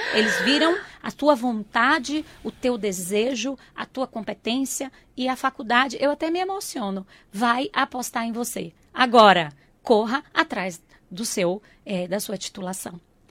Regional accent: João Dourado, Bahia, Brazil; also born or lived in Irecê; Então, eu sou natural de Irecê, mas a minha cidade é João Dourado.

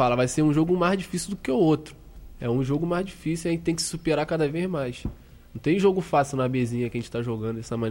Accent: Brazil; eu sou brasileiro

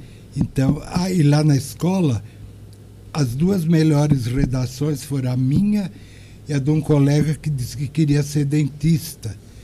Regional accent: Taquaritinga, São Paulo, Brazil; Eu nasci em Taquaritinga e lá morei uma grande parte da minha vida, né? Estudei lá, me formei.

